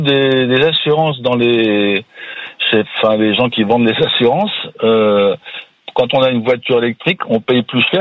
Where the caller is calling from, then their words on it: Gorges, France; Alors, j'habite à Gorge.